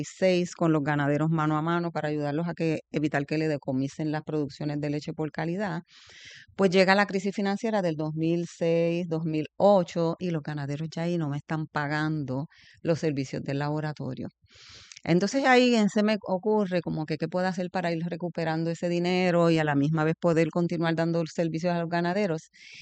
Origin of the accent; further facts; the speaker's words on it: Bayamón, Puerto Rico; now in Hatillo, Puerto Rico; soy vaquera, nací en Bayamón.